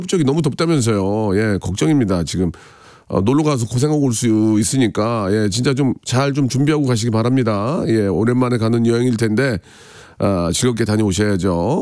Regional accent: Gunsan, North Jeolla, South Korea; born or raised there; moved away

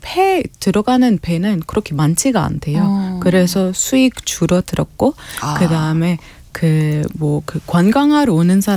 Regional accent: Alexandria, Alexandria Governorate, Egypt; moved away; 북쪽 알렉산드리아 우리 고향

